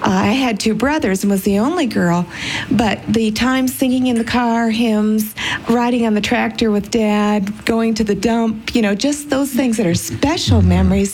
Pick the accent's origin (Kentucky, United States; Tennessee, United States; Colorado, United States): Colorado, United States; Aurora; from Aurora, Colorado.